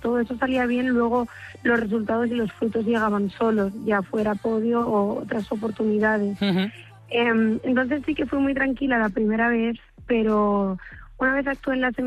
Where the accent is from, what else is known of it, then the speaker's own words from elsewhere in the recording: Balearic Islands, Spain; now in Madrid, Spain; y espero estar ahí cantando pronto con mi gente, con mi familia y con mi isla.